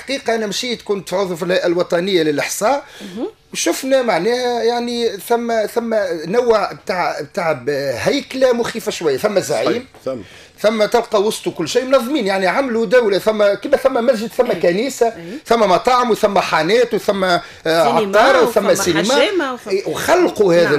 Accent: Sfax, Sfax Governorate, Tunisia; انا اصيل صفاقس وفي حي البحري نحن حومة شعبية

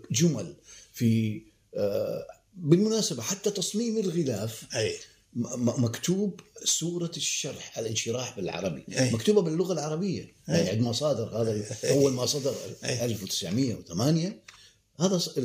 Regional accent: Iraq; now in Sweden; أنا أذهب كعراقي من أصل عراقي

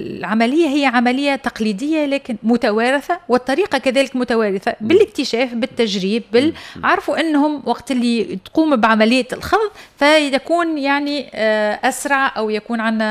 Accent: Tunisia; عندنا في تونس

